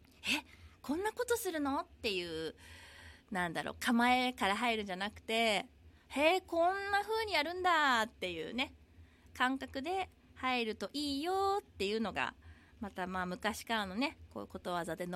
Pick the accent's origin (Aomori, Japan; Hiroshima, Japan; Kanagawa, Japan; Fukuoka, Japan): Hiroshima, Japan; now in Okinawa, Japan; 本当にこう一人で住んだのはね、本当にこの地元の広島から沖縄に住んだのが私にとっては初めての、一人でこう引っ越すっていうのはね、初めてだったんです。